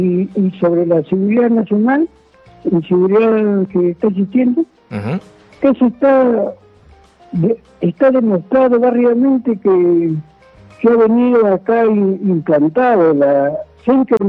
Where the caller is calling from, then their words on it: San Martín de Porres, Lima, Peru; de San Martín de Corre.